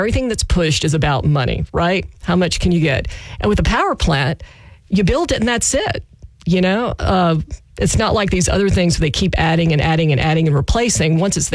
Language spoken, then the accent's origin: English; Louisiana, United States; where I grew up in South Louisiana